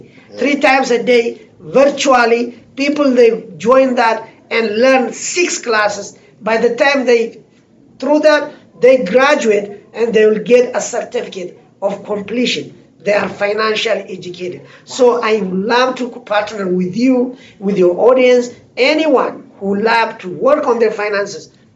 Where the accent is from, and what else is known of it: Ethiopia